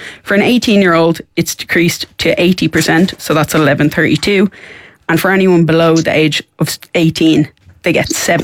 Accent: Dublin, Leinster, Ireland; I'm from Coolock

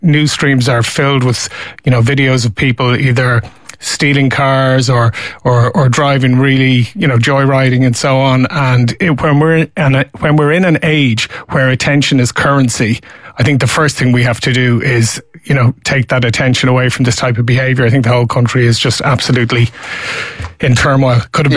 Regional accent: Ireland; we grew up in Ireland where we didn't even have an Olympic-sized swimming pool, where there was very little investment in sports.

